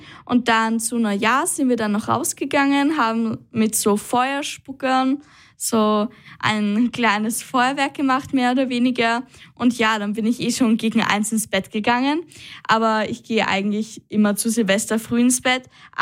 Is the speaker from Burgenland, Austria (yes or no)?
yes; Burgenland, Austria; aber bei uns zu Hause im Burgenland, da treffen wir uns immer mit Familie, machen halt so eine Ostereiersuche.